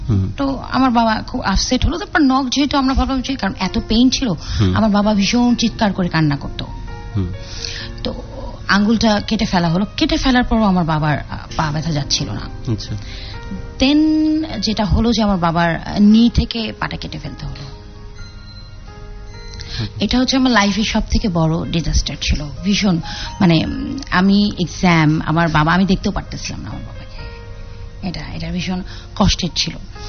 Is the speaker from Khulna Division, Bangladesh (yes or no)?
no; Gaibandha, Rangpur Division, Bangladesh; আমি খুবই ছোট একটা শহর থেকে বেড়ে উঠেছি, গাইবান্ধা। গাইবান্ধা আমরা দুই ভাই দুই বোন, আমার স্কুলিংটা ওখানে।